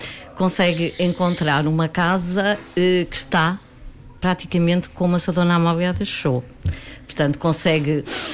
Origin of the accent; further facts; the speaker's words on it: Portugal; eu sou portuguesa